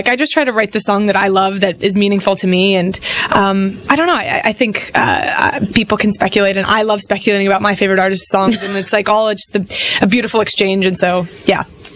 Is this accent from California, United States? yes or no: yes; California, United States; Yeah, my parents love music.